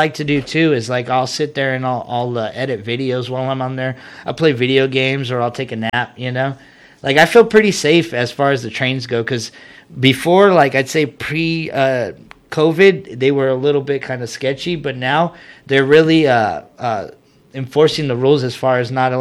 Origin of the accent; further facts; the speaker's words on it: San Bernardino, California, United States; since I'm from San Bernardino, is the best way is the RTA 200 bus.